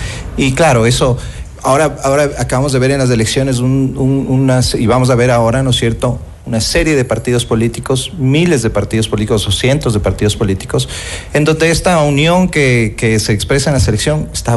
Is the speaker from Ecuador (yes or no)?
yes; Ecuador; Cuando juega la selección, todos somos de Ecuador